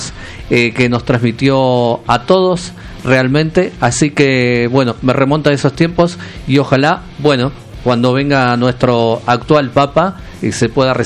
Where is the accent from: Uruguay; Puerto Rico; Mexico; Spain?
Uruguay; now in Tucumán, Argentina; Lo vi a Juan Pablo II en el año 1988, cuando él fue a mi ciudad natal allá en Uruguay.